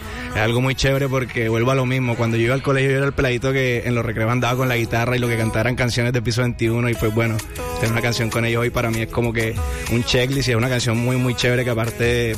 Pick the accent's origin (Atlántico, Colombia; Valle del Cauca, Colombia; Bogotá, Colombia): Atlántico, Colombia; Barranquilla; estoy en Barranquilla, en mi tierra